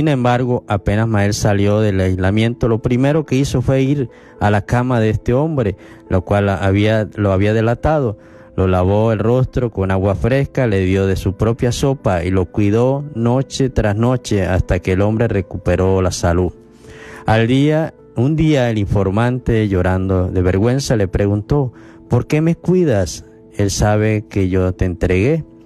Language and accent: Spanish; Pregonero, Táchira, Venezuela; born there; vos soy andino, de nacimiento, pregonero, estado Táchira.